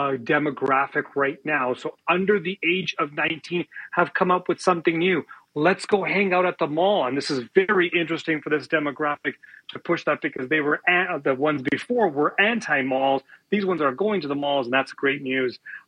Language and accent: English; Calgary, Alberta, Canada; I grew up in Marlborough, just doors away from Marlborough Mall. That was my hangout.